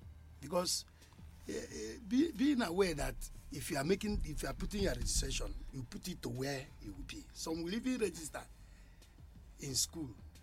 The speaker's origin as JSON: {"language": "English", "town": "Enugu", "region": "Enugu State", "country": "Nigeria", "said": "I'm from Enugu here, and I'm from Southeast, I'm an Igbo man"}